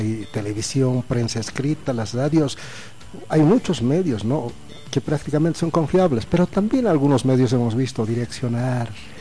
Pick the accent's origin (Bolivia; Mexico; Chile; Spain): Bolivia; porque todos somos bolivianos, todos